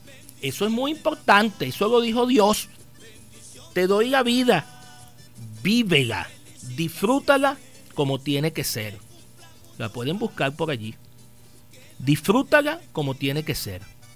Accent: Altagracia de Orituco, Guárico, Venezuela; la ciudad de Altagracia y Orituco, al municipio José Tadeo Monagas, que es donde vivo, que es donde he crecido profesionalmente, donde crecí, donde me gradué en el liceo, luego en el Liceo Buena Hora, nací en el Hospital Dr. José Francisco Torrealba un 28 de septiembre

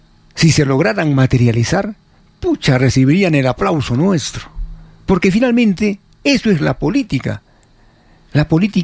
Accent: Peru

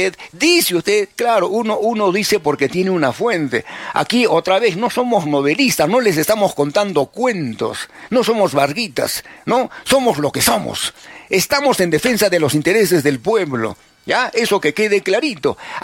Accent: Peru

